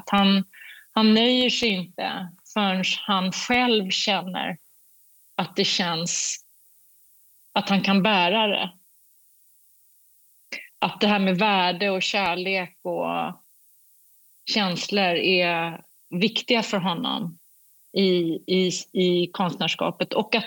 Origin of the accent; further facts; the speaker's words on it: Sweden; han är från Kanada och jag är från Sverige